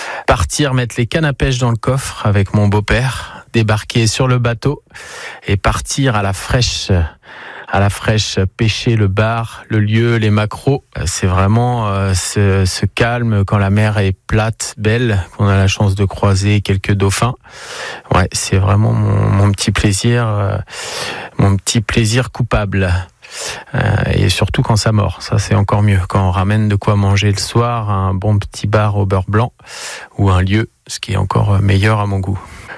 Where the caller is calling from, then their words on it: Pacé, Brittany, France; je vis à Passé